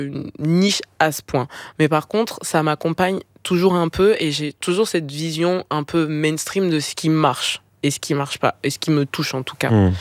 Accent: south of France, France; je suis une sudiste, donc on y est tous un peu passés

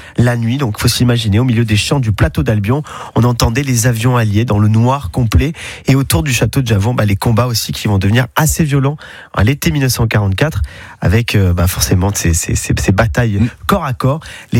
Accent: Provence-Alpes-Côte d'Azur, France; chez nous, dans le Vaucluse

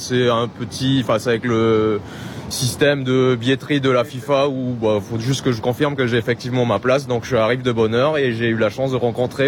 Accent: French Polynesia; On vient effectivement de Polynésie française, de Tahiti.

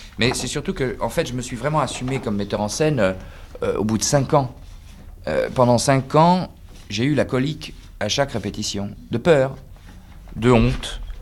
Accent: Paris, Île-de-France, France; Nous ne nous connaissions pas, lui venait de Nancy, moi je venais de Paris.

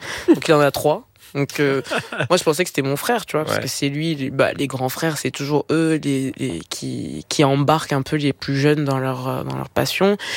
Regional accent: Cameroon; now in France; Quand j'étais jeune, j'y vais au Cameroun. C'est c'est pas pareil. En France, on n'a pas le droit de jouer de la musique dehors.

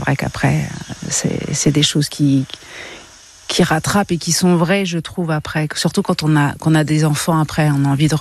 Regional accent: Centre-Val de Loire, France; Alors moi, je viens de la Sologne. Je suis née vraiment à côté du château de Chambord, c'est un mix de Normandie et de Sologne, avec une famille viticulteur et éleveur aussi en vaches laitières.

